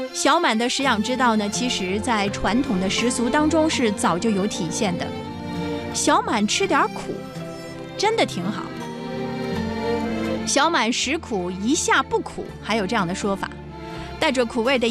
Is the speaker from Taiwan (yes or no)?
no; China